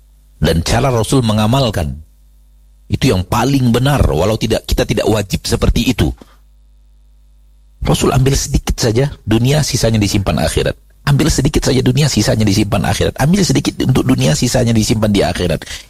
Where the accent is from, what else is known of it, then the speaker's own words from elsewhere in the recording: Sumatra, Indonesia; Dalam bahasa kita orang Sumatera, berdarah-darah.